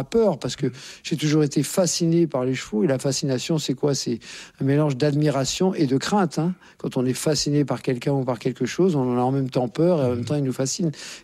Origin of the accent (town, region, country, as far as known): Courbevoie, Île-de-France, France; born there